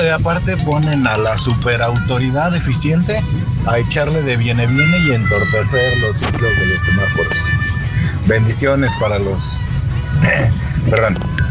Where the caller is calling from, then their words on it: Aguascalientes, Mexico; Vivo en Canteras